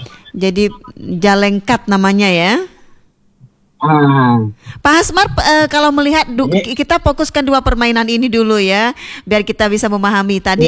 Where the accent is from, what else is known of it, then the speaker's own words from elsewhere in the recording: Natuna, Riau Islands, Indonesia; kalau kami di Natuna ini